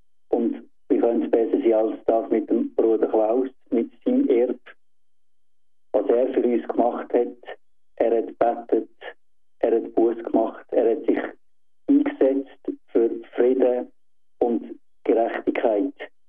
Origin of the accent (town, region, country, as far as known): Switzerland